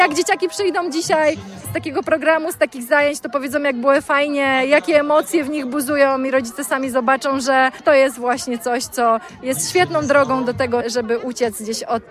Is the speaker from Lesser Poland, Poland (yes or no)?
no; Szydłowo, Greater Poland Voivodeship, Poland; jestem z Szydłowa